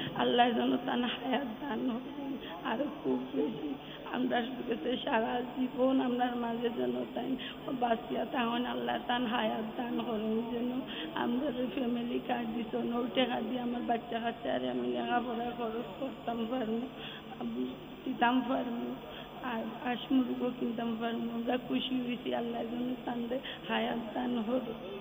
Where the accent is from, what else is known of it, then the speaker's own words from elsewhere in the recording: Tangichhara, Sylhet Division, Bangladesh; আমার গ্রাম টাঙ্গিছড়া, আমার ইউনিয়ন চ্যাংড়াবাজার, আমার উপজেলা কাজনগর, আমার জেলা মৌলভীবাজার।